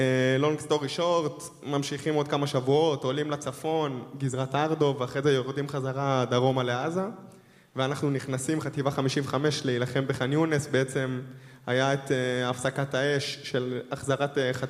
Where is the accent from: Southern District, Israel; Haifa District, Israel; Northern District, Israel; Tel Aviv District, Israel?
Southern District, Israel; Beersheba; אני בכלל מבאר שבע